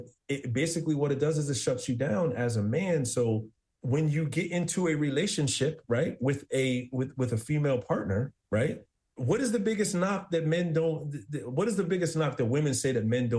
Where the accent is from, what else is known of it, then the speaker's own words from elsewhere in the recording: New Jersey, United States; I'm from New Jersey